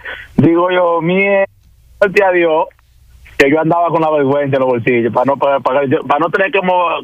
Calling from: Boston, Massachusetts, United States; yo vivo en Boston

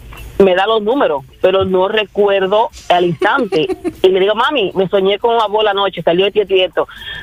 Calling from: Boston, Massachusetts, United States; De aquí de Boston.

